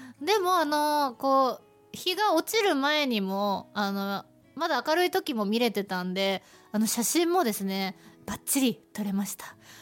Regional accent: Iwamizawa, Hokkaido, Japan; now in Sapporo, Japan; 私地元の岩見沢にいるときはすごい醤油ラーメン派だったんですけど、なぜか札幌に来たら味噌ラーメン派になっちゃいました。

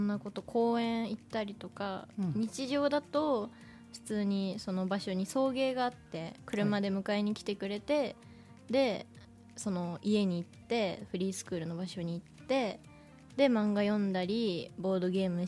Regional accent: Sapporo, Hokkaido, Japan; 北海道の札幌市です。

